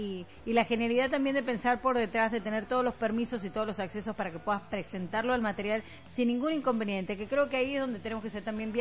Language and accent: Spanish; Bolivia; esa diversidad es lo que nos hace fuerte a los bolivianos.